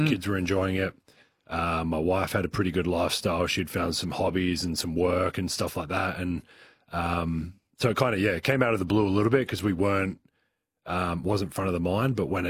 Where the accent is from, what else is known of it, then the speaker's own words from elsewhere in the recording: Adelaide, South Australia, Australia; now in Melbourne, United States; I'm from Adelaide originally.